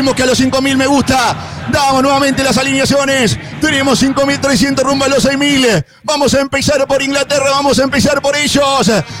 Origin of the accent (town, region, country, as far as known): Argentina